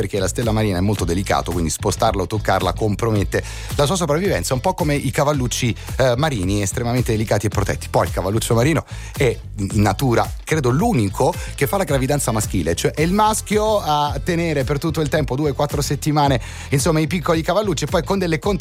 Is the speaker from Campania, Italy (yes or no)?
yes; Pompei, Campania, Italy; born there; No, amore mio, sono nato a Pompei e lì il mare non c'è.